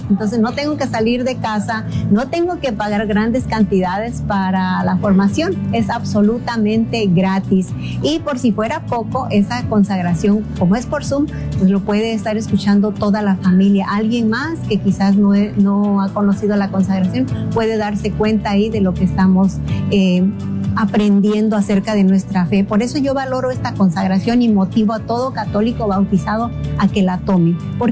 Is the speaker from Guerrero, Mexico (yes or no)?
yes; Guerrero, Mexico; now in Moreno Valley, United States; yo soy originaria de Guerrero, México, de la Costa Chica de Guerrero, y actualmente vivo en Moreno Valley